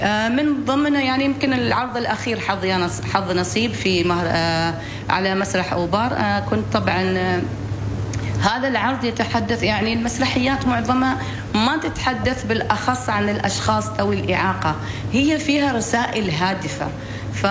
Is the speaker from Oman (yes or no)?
yes; Oman; وأنا كفنانة عمانية